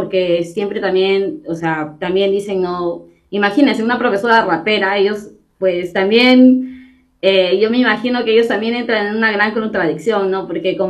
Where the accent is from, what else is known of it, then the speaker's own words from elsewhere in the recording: Lima, Peru; Yo vengo de Huaycán, entonces como que aquí en mi comunidad también tenemos locales comunales